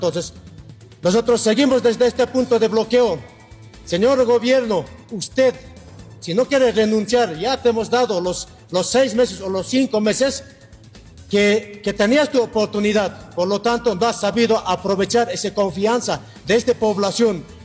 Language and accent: Spanish; Bolivia; Nosotros somos pueblo bolivianos también